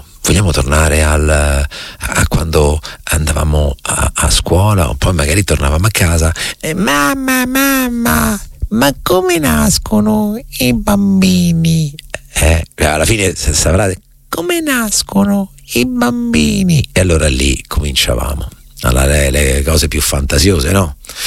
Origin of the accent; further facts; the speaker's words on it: Recanati, Marche, Italy; sarà che sono da Reganati, sarà che so gobbo anche calcisticamente parlando come Leopardi